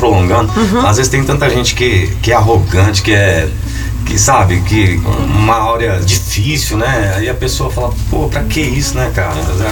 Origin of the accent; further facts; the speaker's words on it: Batatais, São Paulo, Brazil; also born or lived in Ribeirão Preto; Eu sou nascido, só fui nascer em Ribeirão. E voltei pra cá e fui criado a vida inteira em Batatais.